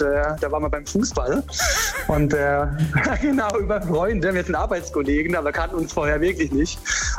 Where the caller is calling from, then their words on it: Karlsruhe, Baden-Württemberg, Germany; wir kommen ja aus der Ecke Karlsruhe